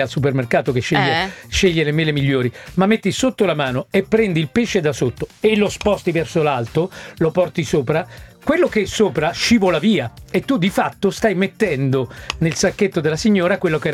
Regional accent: Naples, Campania, Italy; sono napoletano.

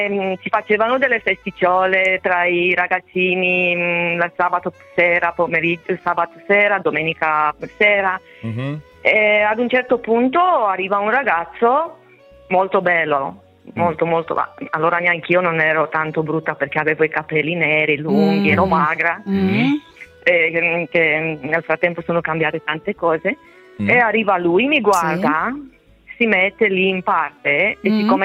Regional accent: Romania; Italian is a second language; now in Italy; Sono rumena

